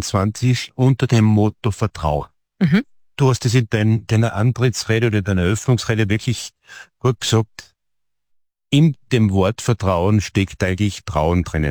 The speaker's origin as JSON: {"language": "German", "region": "Styria", "country": "Austria", "said": "Wir sind Steirer und Steirer müssen jetzt anhalten, oder?"}